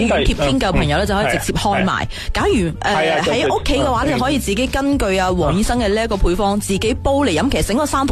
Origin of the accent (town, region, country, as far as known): Guangdong, China